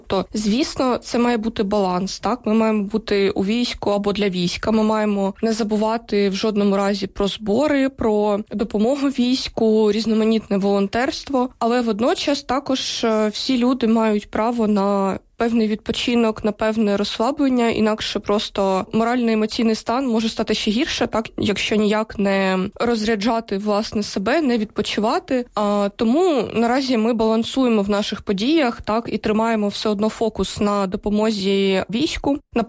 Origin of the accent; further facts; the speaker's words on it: Donetsk Oblast, Ukraine; Можу на своєму навіть прикладі це підтвердити, бо я з Донецької області.